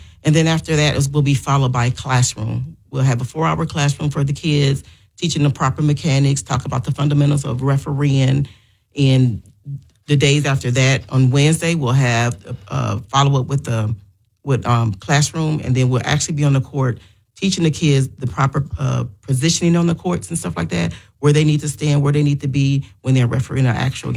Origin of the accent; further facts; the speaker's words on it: Waterloo, Iowa, United States; now in Wisconsin, United States; I'm from Waterloo, Iowa.